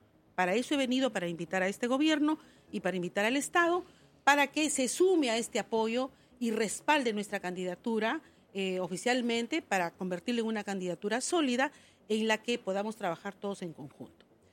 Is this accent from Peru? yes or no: yes; Peru; esta candidata peruana